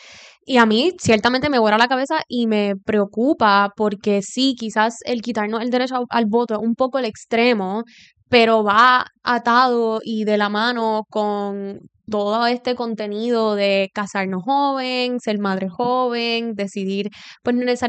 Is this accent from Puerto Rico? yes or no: yes; Puerto Rico